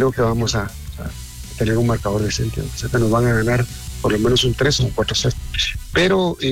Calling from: Guatemala; seguimos siendo guatemaltecos

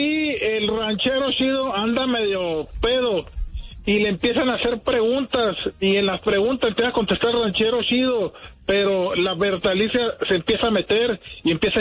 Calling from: Arizona, United States; De acá, de Arizona.

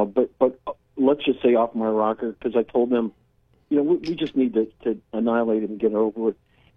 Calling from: United States; as an American, I'm spoiled.

